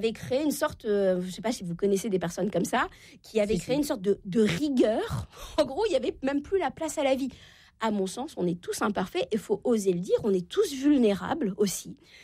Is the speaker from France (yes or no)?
yes; Normandy, France; je viens de Normandie, je peux me permettre de citer